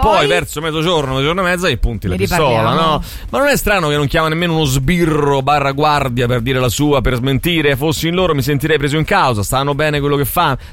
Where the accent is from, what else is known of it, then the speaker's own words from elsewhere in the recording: Latina, Lazio, Italy; born there; io so fascio perché sono nato a Latina. Nato basta quello.